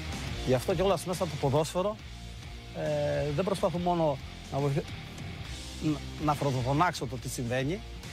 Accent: Greece; Είμαστε Έλληνες, χριστιανοί, ορθόδοξοι.

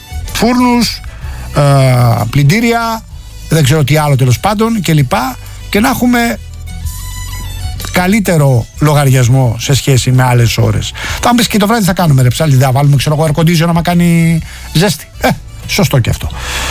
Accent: Rafina, Attica, Greece; born there; στην πατρίδα μου, στη Ραφίνα που είναι καλοκαιρινή.

